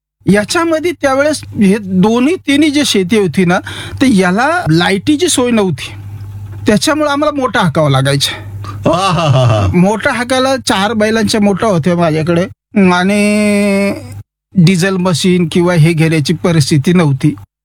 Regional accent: Nashik, Maharashtra, India; also born or lived in Musalgaon, Sinnar taluka; माझा जन्म सुद्धा नाशिकचा आहे.

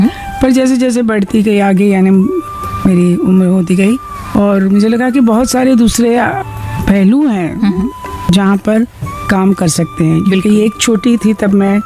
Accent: Gujarat, India; गुजरात से हूँ

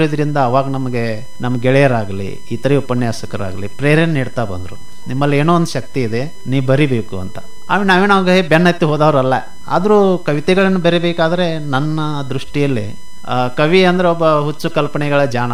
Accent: Giriyal, Karnataka, India; ನಮ್ಮ ಬಾಲ್ಯ 1981 ಅಕ್ಟೋಬರ್ 28 ನನ್ನ ಜನನ ಆಯಿತು ಗಿರಿಯಾಲ್ ಗ್ರಾಮದಲ್ಲಿ, ಬೈಲಂಗಳೂರು ತಾಲೂಕಿನ ಗಿರಿಯಾಲ್ ಗ್ರಾಮ.

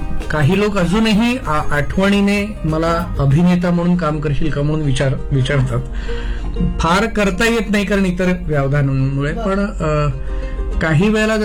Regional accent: Mumbai, Maharashtra, India; नंतर आई वडिलांची ट्रान्सफर झाली माझ्या औरंगाबादला आणि मी आणि माझी बहीण इकडे मावशीकडे लहानाचे मोठे झालो कृष्णनगरमध्ये बोरिवलीला.

